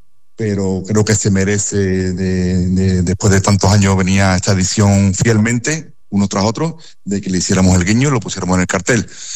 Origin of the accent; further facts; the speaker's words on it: El Paso, Andalusia, Spain; veía pasar los coches por mi pueblo, que en aquella época vivía yo en El Paso